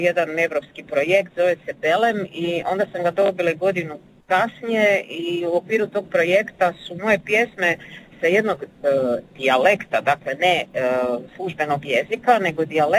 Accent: Labin, Istria County, Croatia; accent: Labinjon Chakavian; bez obzira na taj naš akcent ili na to nešto drugče. To je jedan od najstarijih dijalekata u Hrvatskoj

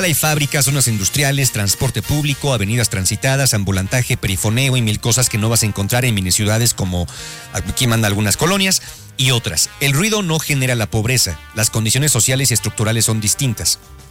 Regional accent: Yecapixtla, Morelos, Mexico; Marcianos, yo soy de Yecapixtla y en mi colonia la semana pasada sucedió un chisme de esos ruidosos

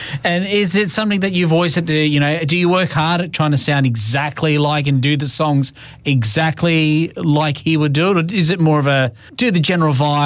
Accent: Australia; we're Australian.

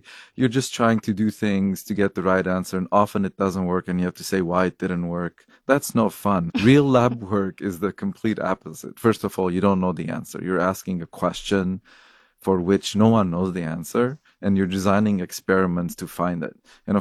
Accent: Lebanon; moved away; I'm an immigrant from Lebanon of Armenian origin, and a lot of folks I know in this category want a medical doctor in the family.

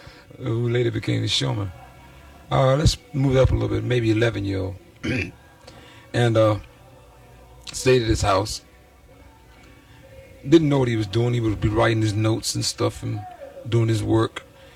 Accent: Norfolk, Virginia, United States; Tidewater, Virginia. Norfolk. I'm from Norfolk, Virginia.

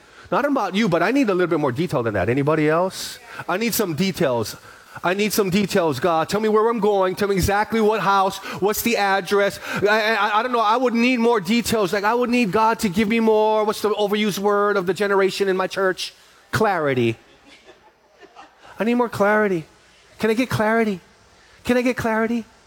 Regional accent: Honokaa, Hawaii, United States; We grew up on Honokaa on the Big Island, and we would eat there.

